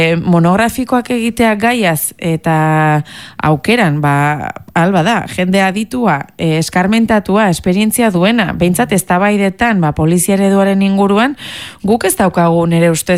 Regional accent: Hendaye, Nouvelle-Aquitaine, France; ni Hendaiarra naiz

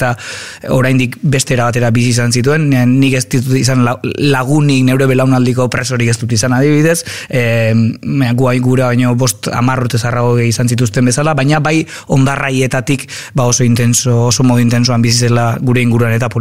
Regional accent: Azpeitia, Basque Country, Spain; ni Azpeitiarra naiz, da nik ezagut 9 kuadrotan ezagutu nituen herriko 9 preso.

